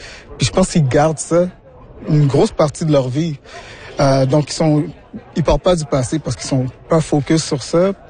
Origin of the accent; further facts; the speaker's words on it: Quebec, Canada; Donc puisque je suis québécois d'origine haïtienne